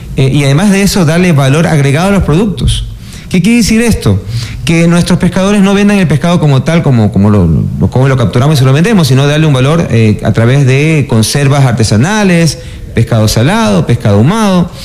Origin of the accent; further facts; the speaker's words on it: Ecuador; Así que me fui a trabajar a Estados Unidos, como muchos ecuatorianos que buscan las oportunidades.